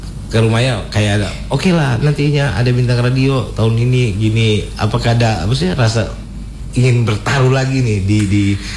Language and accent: Indonesian; North Sulawesi, Indonesia; kita orang Sangir